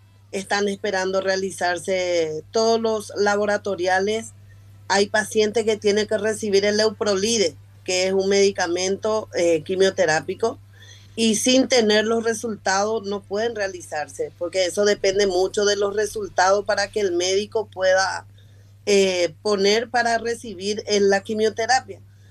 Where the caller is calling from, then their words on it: Paraguay; como paraguayo te digo buenos días, Emi